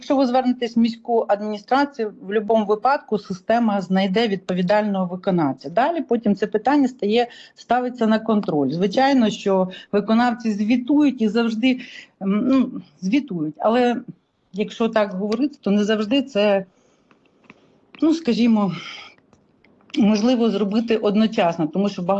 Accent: Kyiv, Ukraine; як пересічні кияни.

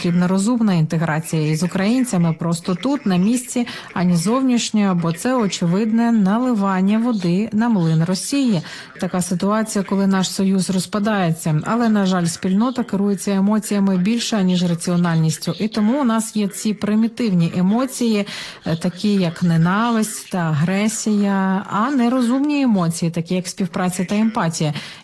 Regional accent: Poland; Тим часом ми, як поляки, потребуємо інтеграції з українцями, які тут.

